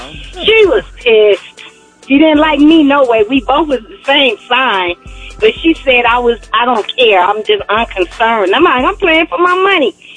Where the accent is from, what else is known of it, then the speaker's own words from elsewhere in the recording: Michigan, United States; well, I'm from Michigan and we pow-pow.